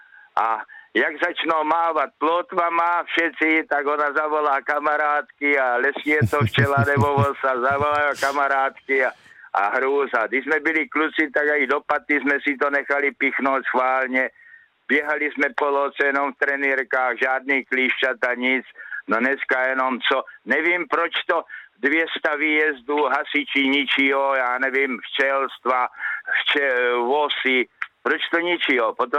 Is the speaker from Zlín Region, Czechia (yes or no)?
yes; Machová, Zlín Region, Czechia; Rodák z Machové.